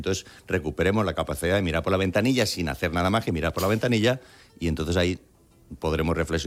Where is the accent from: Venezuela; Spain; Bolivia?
Spain; born there